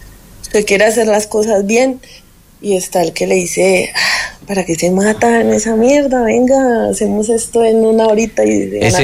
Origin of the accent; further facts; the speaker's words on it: Bogotá, Colombia; Yo que soy rola.